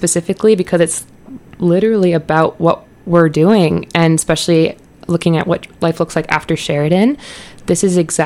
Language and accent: English; Calgary, Alberta, Canada; moved away as an adult; now in Ontario, Canada; I'm from Calgary, Alberta. So I moved here for school in 2023.